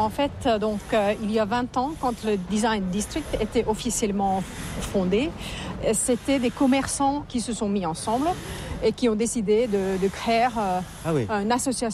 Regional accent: Turku, Southwest Finland, Finland; French is a second language; je viens de Turku.

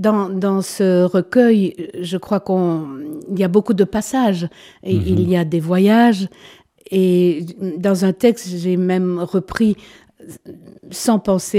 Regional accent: Belgium; J'étais originaire de Abbé, donc de Tuy Gomez.

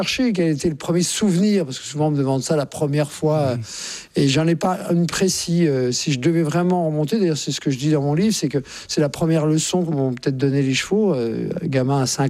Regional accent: Courbevoie, Île-de-France, France; born there; mais je suis né à Courbevoie, donc ce n'est pas une région... comme chacun sait, qui ne pullule pas de chevaux.

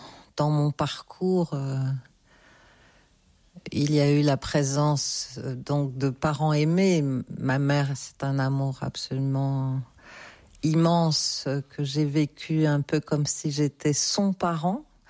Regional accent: Tunisia; born there; je suis née en Tunisie aussi

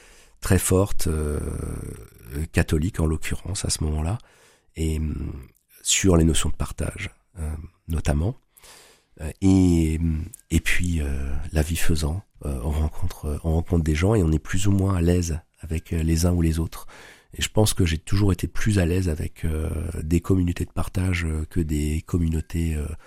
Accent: Grand Est, France; moved away as an adult; now in Brittany, France; Moi, j'ai grandi en Alsace. Ça fait donc 20 ans qu'on est en Bretagne avec mon épouse

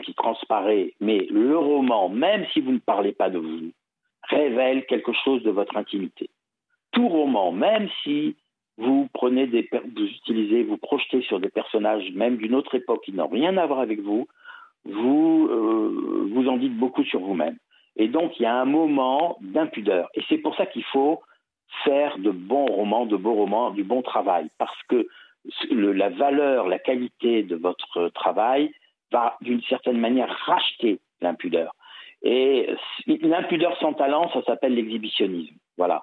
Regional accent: Corsica, France; Je suis corse, vous êtes corse, on se connaît, nos villages ne sont pas si éloignés.

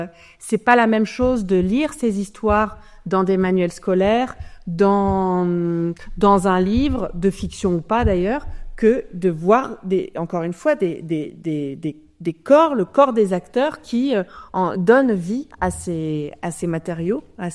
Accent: France; mais en tant que Français, on hérite d'une histoire.

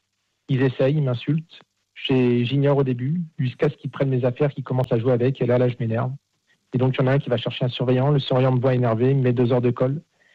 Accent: Nanterre, Île-de-France, France; de base, moi, j'étais de Nanterre, j'étais dans une cité. Donc, je suis arrivé à Rueil-Malmaison.

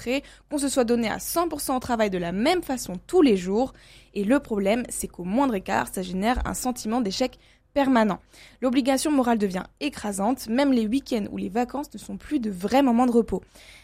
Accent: France; Mais nous sommes français.

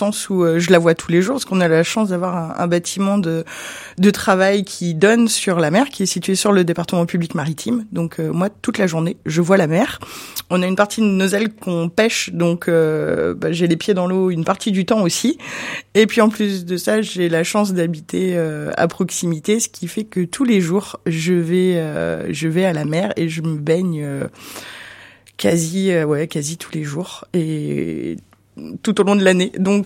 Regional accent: Brittany, France; Alors moi, je suis née déjà au bord de la mer.

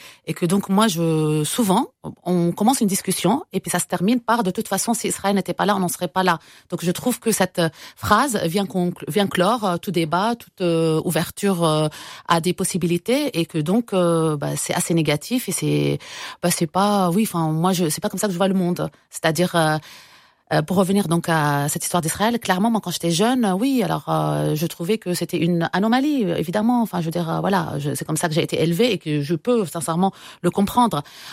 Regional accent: Lebanon; nous, en tant que Libanais

